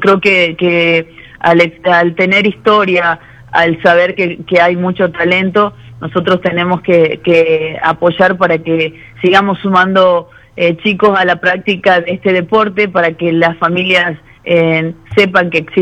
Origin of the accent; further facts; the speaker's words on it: Salta, Argentina; nosotros como salteños